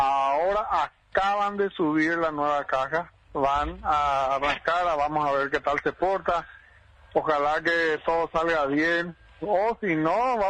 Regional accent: Coronel Oviedo, Caaguazú, Paraguay

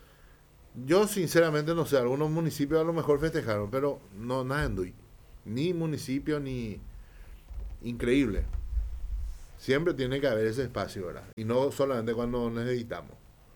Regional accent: Paraguay; esta fecha en particular que nos caracteriza como paraguayos.

